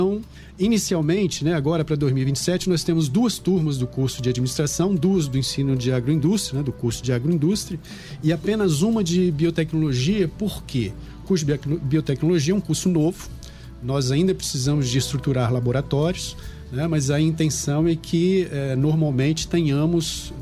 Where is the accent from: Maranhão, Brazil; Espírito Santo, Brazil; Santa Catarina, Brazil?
Espírito Santo, Brazil; Bela Aurora; moved away as an adult; also born or lived in Viçosa / São Paulo / Vitória; Sou daqui, para quem não conhece, sou daqui de Bela Aurora, né, minha família é fiorese. Saí daqui em 89 para fazer graduação em matemática, em Viçosa.